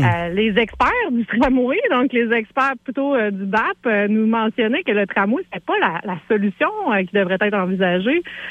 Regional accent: Montmagny, Quebec, Canada; also born or lived in Rimouski; now in Quebec City, Canada; moi, je viens de Montmagny, hein?

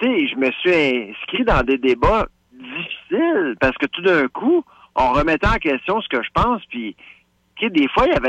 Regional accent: Laval, Quebec, Canada; Tu sais, comme à Laval. Je viens de Laval.

